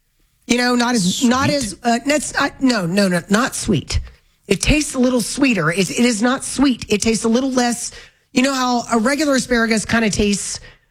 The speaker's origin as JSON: {"language": "English", "region": "the South", "country": "United States", "tie": "born or raised there", "said": "And growing up in the South"}